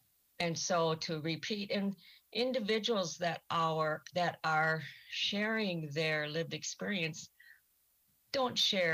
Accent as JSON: {"language": "English", "region": "South Dakota", "country": "United States", "said": "I am from the Sichangu Lakota from the Rosebud Reservation in South Dakota."}